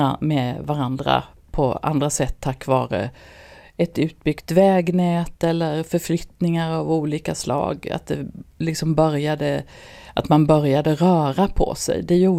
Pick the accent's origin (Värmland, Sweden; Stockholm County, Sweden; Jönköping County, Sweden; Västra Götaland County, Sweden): Jönköping County, Sweden; Nässjö; Ja, men jag kommer ursprungligen från Nässjö i Småland.